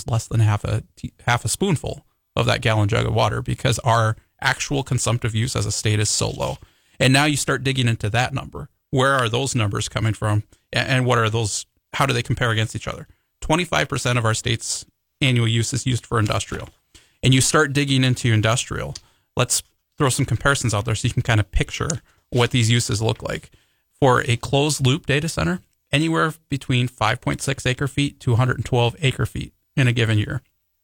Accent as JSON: {"language": "English", "town": "Williston", "region": "North Dakota", "country": "United States", "tie": "born or raised there", "also_born_or_lived": "Iowa", "moved": "as an adult", "said": "When I grew up in Williston, I did not expect that I would ever move back to North Dakota."}